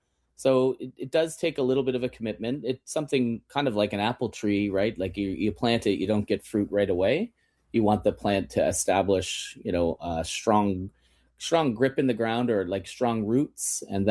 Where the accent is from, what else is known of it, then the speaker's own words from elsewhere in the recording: Kitchener, Ontario, Canada; I mean, I grew up in Kitchener, and our next door neighbor had a big asparagus patch and would bring us bunches by the handful.